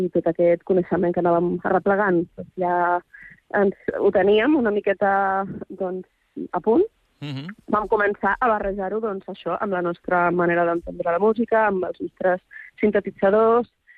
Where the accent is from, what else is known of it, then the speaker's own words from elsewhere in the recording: Balearic Islands, Spain; Perquè és veritat que jo soc eivissenca, però de família que ve de fora.